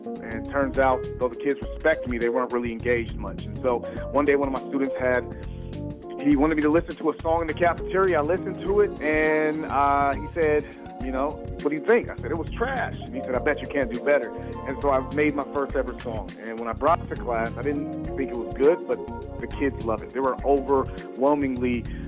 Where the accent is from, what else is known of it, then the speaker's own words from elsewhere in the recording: Los Angeles, California, United States; now in Fresno, United States; I'm from Los Angeles, California. Reside in Fresno, California.